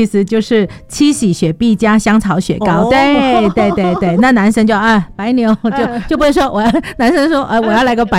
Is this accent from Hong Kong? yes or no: yes; Hong Kong